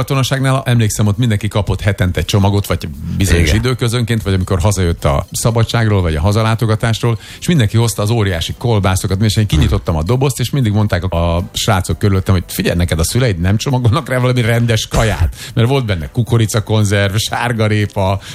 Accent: Fejér, Hungary; Mi falun nőttünk fel a családommal, Fejér megyében, Lajoskomáromban, Mezőkomáromban

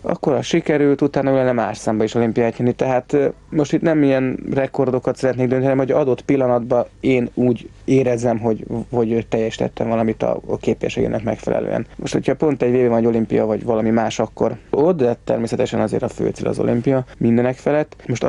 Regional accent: Budapest, Hungary; born there; Pesten születtem, ott is lakom, anyuék azok érre költöztek 4 évvel ezelőtt, 2 kutyával ott.

